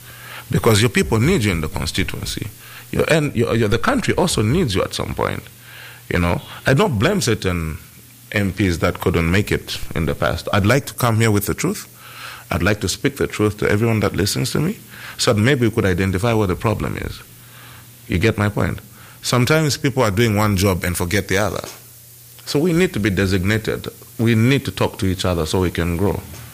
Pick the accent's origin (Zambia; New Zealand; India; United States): Zambia; Lusaka, Lusaka Province; I come from Lusaka Central. I was born and raised in Lusaka Central.